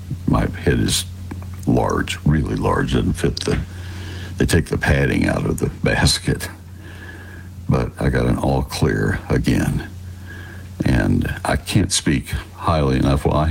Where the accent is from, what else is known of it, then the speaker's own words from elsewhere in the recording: Texas, United States; I love my home state